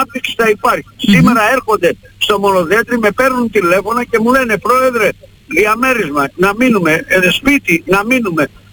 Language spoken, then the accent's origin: Greek; Vrachneika, Western Greece, Greece; now in Monodendri, Greece; εγώ είμαι από τα Βραχνέικα, αλλά τώρα έφτιαξα σπίτι στο μονοδέντρι, είμαι μονοδεντρίτης πλέον, αλλά εκεί είμαι και βραχιώτης